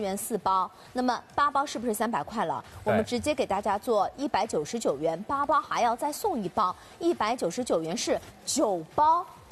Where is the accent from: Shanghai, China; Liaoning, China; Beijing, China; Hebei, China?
Shanghai, China; 我们上海人请客吃饭的时候都会点这个牛仔骨